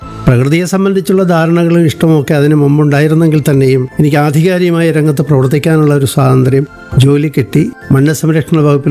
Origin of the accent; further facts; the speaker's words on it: Kunnathur, Kerala, India; ഞാൻ ജനിച്ചത് വളരെ ഒരു ഉൾനാടൻ ഗ്രാമത്തിലാണ്, കുന്നത്തൂർ എന്ന് പറഞ്ഞിട്ട്. വയലേലകളുടെയും കൃഷിസ്ഥലങ്ങളുടെയും പുഴയുടെയും കായലിൻ്റെയും ഒക്കെ പരിസരമായിരുന്നു എൻ്റെ ബാല്യകാല ജീവിതത്തിൻ്റെ ഭൂമിക.